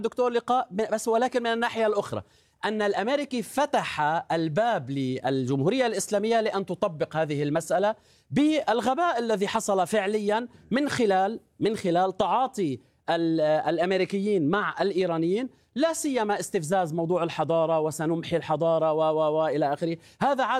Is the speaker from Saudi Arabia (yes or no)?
no; Lebanon; أنا بضيعتي بكرة في 129 شهيد لبناني شيعه